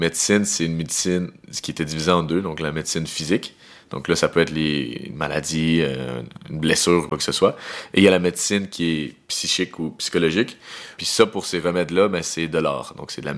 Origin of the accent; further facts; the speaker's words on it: Wendake, Quebec, Canada; je suis Wendat de Wendake. J'ai 25 ans.